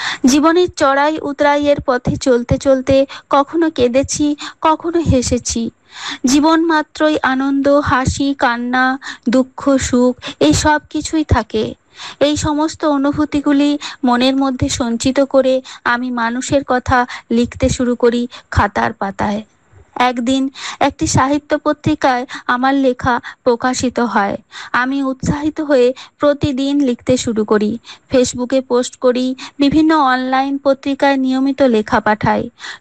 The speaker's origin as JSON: {"language": "Bangla", "area": "Bankura district", "region": "West Bengal", "country": "India", "tie": "born or raised there", "also_born_or_lived": "Bardhaman", "moved": "as an adult", "lives_now": "Kolkata, India", "said": "আমি অতি সাধারণ মধ্যবিত্ত পরিবারের একজন গৃহবধূ। পশ্চিমবঙ্গের বাঁকুড়া জেলার এক মফস্বল এলাকায় আমার জন্ম হয়। জন্মের পর দাদু, বাবা, মা, পিসি, কাকু, দিদি সবার সাথে যৌথ পরিবারে আমি বড় হয়ে উঠেছি।"}